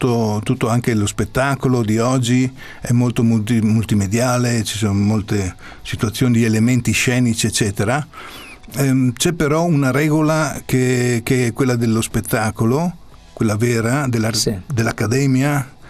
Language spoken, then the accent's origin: Italian; Pordenone, Friuli-Venezia Giulia, Italy; io sono di Pordenone